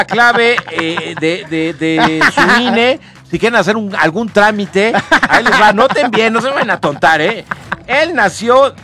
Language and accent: Spanish; Puebla, Mexico; Yo soy poblano.